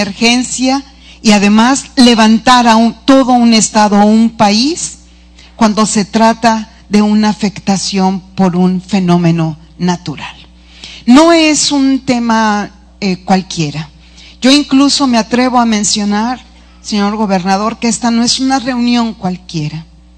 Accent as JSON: {"language": "Spanish", "country": "Mexico"}